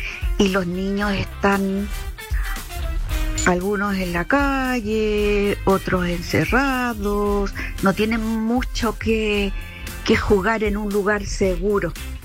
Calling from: Santiago, Santiago Metropolitan Region, Chile; Vivo en Peñalolén y en el sector en donde yo vivo hay varios parques disponibles

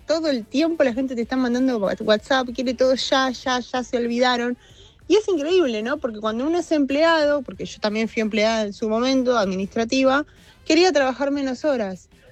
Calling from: San Justo, Buenos Aires Province, Argentina; de San Justo.

